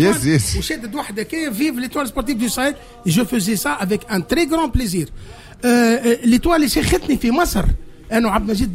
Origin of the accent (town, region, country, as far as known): Tunisia